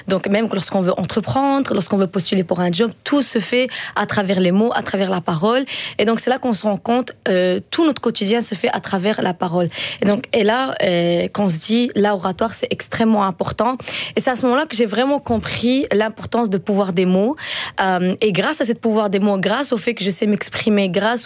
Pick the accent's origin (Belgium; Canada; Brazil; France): Belgium; Antwerp, Flanders; first language Dutch; French is a second language; moi, j'ai grandi à Anvers. J'étais néerlandophone de base.